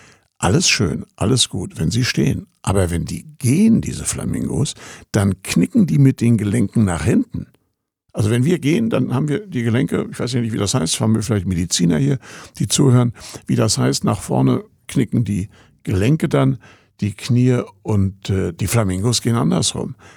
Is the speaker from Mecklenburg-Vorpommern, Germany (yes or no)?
yes; Rostock, Mecklenburg-Vorpommern, Germany; Der lag im Kinderwagen und als Rostocker in Berlin, ich kannte zwar Berlin, auch den anderen Teil noch kurz, flüchtig, bevor die Mauer gebaut wurde, und war oft in Ost-Berlin bei Tanten